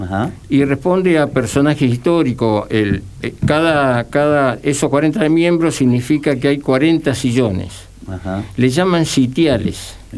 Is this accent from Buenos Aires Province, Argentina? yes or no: no; Santa Fe, Argentina; yo soy de Santa Fe